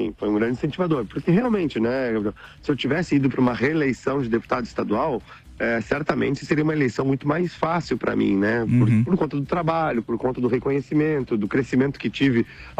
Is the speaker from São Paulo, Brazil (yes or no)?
no; Nova Bassano, Rio Grande do Sul, Brazil; eu sou de Nova Bassano.